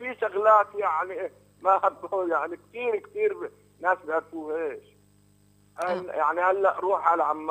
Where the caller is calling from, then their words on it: Nablus, West Bank, Palestine; accent: Nablusi; قلت الأمانة أنت نابلسي قلت له أنا نابلسي شو يعني عرفني من لهجتي